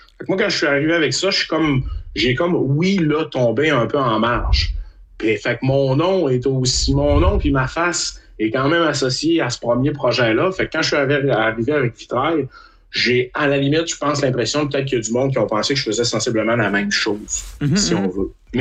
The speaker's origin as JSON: {"language": "French", "region": "Quebec", "country": "Canada", "said": "j'ai l'impression d'en faire partie parce que je viens de Québec, là, je me répète."}